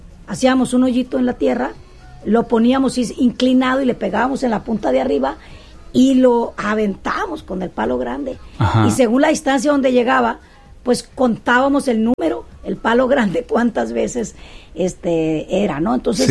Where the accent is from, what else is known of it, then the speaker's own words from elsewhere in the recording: Sinaloa, Mexico; yo nací en Sinaloa municipio, en Caliente se va, pero me llevaron muy pequeña, de 2 años, al Batamote, y es ahí donde yo jugaba.